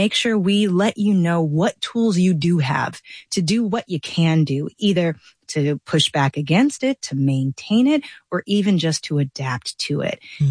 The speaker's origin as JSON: {"language": "English", "town": "St. Louis", "region": "Missouri", "country": "United States", "tie": "born or raised there", "said": "I grew up in St. Louis, Missouri, where we had extreme racial, economic, and class divides that were visible all the time."}